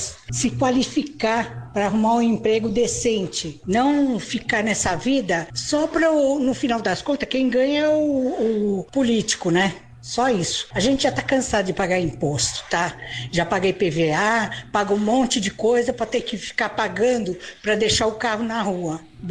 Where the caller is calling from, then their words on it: Santos, São Paulo, Brazil; eu sou de Santos